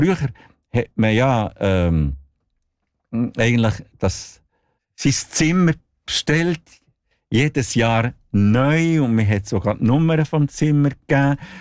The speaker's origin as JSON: {"language": "German", "region": "Bern", "country": "Switzerland", "tie": "born or raised there", "said": "Ich bin ja in Bern aufgewachsen, habe meine Schule in Bern gemacht."}